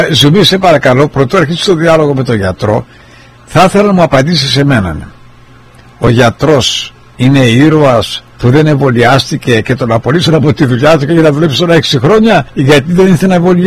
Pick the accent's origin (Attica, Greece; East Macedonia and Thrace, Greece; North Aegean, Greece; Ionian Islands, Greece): Ionian Islands, Greece; Argostoli; γεννημένος και μεγαλωμένος σε Κεφαλονιά, στο Αργοστόλι.